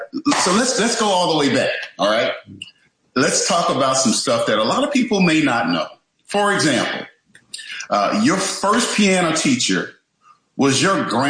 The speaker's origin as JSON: {"language": "English", "town": "Memphis", "region": "Tennessee", "country": "United States", "tie": "born or raised there", "said": "my hometown of Memphis, Tennessee"}